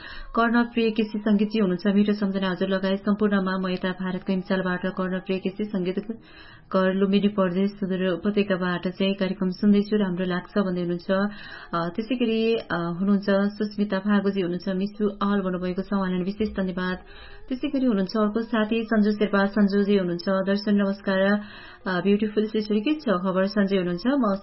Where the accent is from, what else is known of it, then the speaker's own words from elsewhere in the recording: Bagmati, Nepal; हजुर मेरो घर त रामिसाकै हो नि।